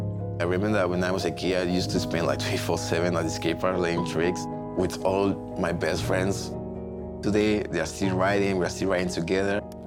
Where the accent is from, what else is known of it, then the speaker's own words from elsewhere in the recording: Pamplona, Navarre, Spain; As a Nigerian, my parents gave me the opportunity to grow up in Spain, grow up in BMX, in Pamplona, at the skate park.